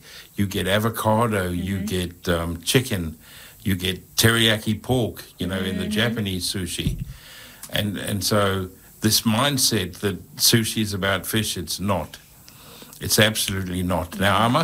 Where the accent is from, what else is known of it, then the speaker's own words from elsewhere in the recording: England, United Kingdom; now in New Zealand; It was just awesome because I'm a big fan of tea. Being English, you know